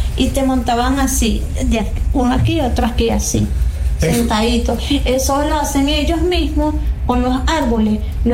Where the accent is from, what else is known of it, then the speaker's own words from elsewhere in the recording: Colombia; moved away; Yo duré como 4 días sin peinarme desde que salí de Colombia y yo no me peiné, ya yo llevaba ese plan.